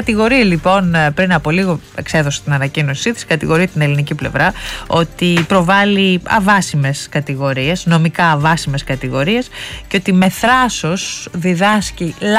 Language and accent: Greek; Greece; εμείς ως Έλληνες